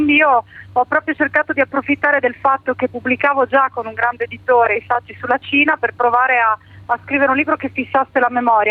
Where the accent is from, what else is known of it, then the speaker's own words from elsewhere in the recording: Gemona del Friuli, Friuli-Venezia Giulia, Italy; proprio cresciuta a Gemona del Friuli, sono quelle cose che uno non ci pensa. Io ho sempre sentito che il mio paese era un paese terremotato